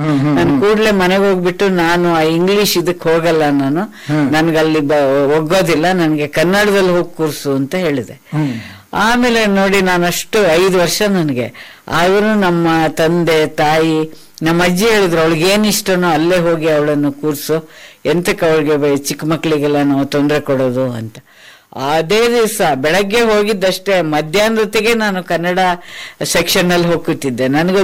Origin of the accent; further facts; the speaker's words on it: Shivamogga, Karnataka, India; first language Konkani; Kannada is a second language; also born or lived in Chikkamagaluru; ಅಲ್ಲಿಂದ ನಾನು 6 ತಿಂಗಳ ಮಗುವಾಗಿದ್ದಾಗ ಚಿಕ್ಕಮಂಗ್ಳೂರಿಂದ ಶಿವಮೊಗ್ಗಕ್ಕೆ ಬಂದಿದ್ದು. ಹಂಗಾಗಿ ನಾನು ಕಣ್ ತೆರೆದಿದ್ದು ಮಾತ್ರ ಚಿಕ್ಕಮಂಗ್ಳೂರ್ನಲ್ಲಿ, ಅಂದ್ರೆ ಮೊದಲ ಉಸಿರು ಪಡೆದದ್ದು ಚಿಕ್ಕಮಂಗ್ಳೂರಲ್ಲಿ.